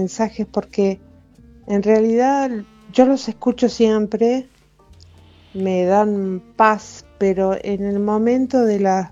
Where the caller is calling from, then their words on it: Quilmes, Buenos Aires Province, Argentina; de Quilmes.